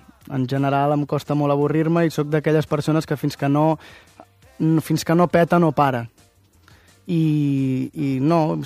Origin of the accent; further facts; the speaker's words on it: Mataró, Catalonia, Spain; also born or lived in Pyrenees; Bueno, soc de Mataró, eh? Vaig estar vivint al Pirineu i al final em van sortir bolos i vaig tornar a Mataró